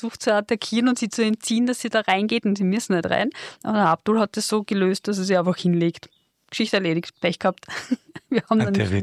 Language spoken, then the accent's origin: German; Vienna, Austria; Also ich als Wiener, ein paar junge Leute, das ist total nett